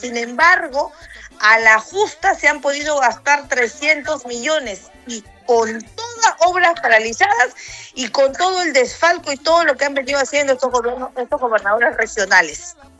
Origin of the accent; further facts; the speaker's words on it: Ancash, Peru; con ayuda de mi pueblo ancashino.